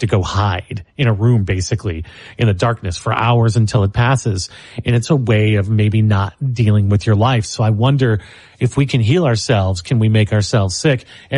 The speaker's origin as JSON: {"language": "English", "town": "St. Louis", "region": "Missouri", "country": "United States", "tie": "born or raised there", "said": "Like when I grew up in St. Louis and not a great neighborhood."}